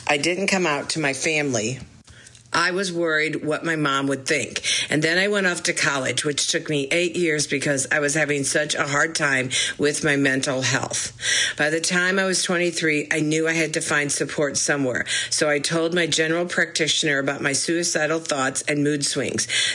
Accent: Columbia, Missouri, United States; born or raised there

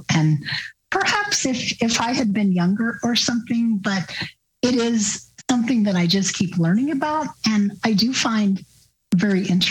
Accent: Wichita, Kansas, United States; moved away as an adult; also born or lived in Manhattan, Kansas; now in Kansas City, United States; I grew up in Wichita, Kansas, and then moved to Manhattan later.

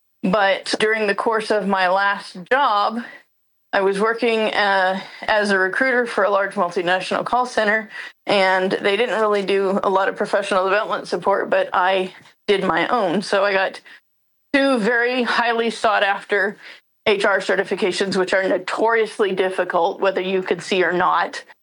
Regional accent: Plano, Texas, United States; now in Denton, United States; I was born in Dallas, grew up in the Dallas area. For those familiar with the Dallas area, I actually grew up in Plano, and I was there the majority of my life, all of my childhood, pretty much.

